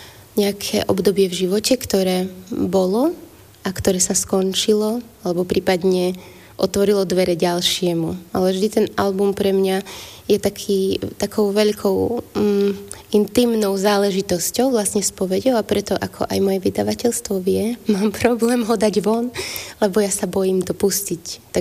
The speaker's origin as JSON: {"language": "Slovak", "town": "Banská Bystrica", "region": "Banská Bystrica Region", "country": "Slovakia", "also_born_or_lived": "Prague", "moved": "yes", "lives_now": "Banská Štiavnica, Slovakia", "said": "A teraz som skončila, alebo začala na strednom Slovensku, veľmi blízko toho, kde som sa narodila, v Banskej Štiavnici, no ja som z Banskej Bystrice, hrdá Bystričanka"}